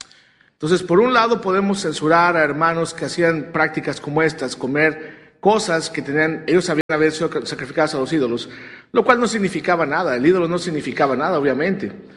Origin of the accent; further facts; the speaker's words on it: Mexico; Nosotros que venimos de México y que de repente íbamos por ahí por la calle y llegábamos a la esquina y había unas gorditas